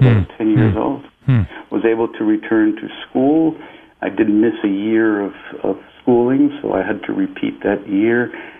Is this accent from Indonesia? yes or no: no; Peru; English is a second language; moved away as an adult; now in United States; For I was born in Peru and lived continuously there until I was 18 when I came to the United States, and then returned every year to continue my apprenticeship 2 to 3 months a year with Don Celso in Salas.